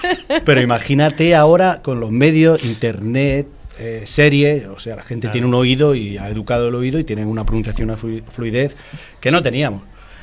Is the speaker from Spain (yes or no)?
yes; Spain; Yo soy español.